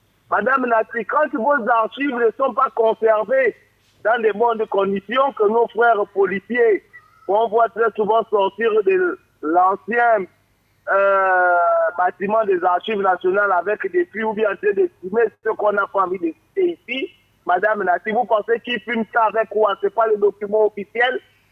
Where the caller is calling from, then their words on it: Gabon; chez nous à Gabon